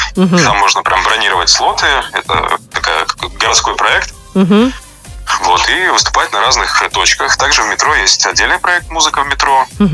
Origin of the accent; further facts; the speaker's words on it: Sosnogorsk, Komi Republic, Russia; now in Moscow, Russia; я родился в Сосногорске, сейчас проживаю в Москве.